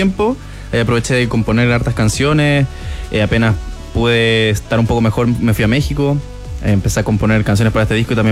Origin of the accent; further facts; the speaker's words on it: Talagante, Santiago Metropolitan Region, Chile; moved away as an adult; now in Santiago, Chile; ahora ya no vivo en Talagante, pero toda mi vida de Talagante, claro.